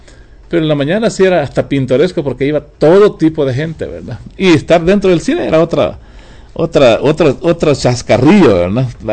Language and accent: Spanish; Tiquisate, Escuintla, Guatemala; hablo de Tiquizaya, ¿verdad? Porque yo allá me crié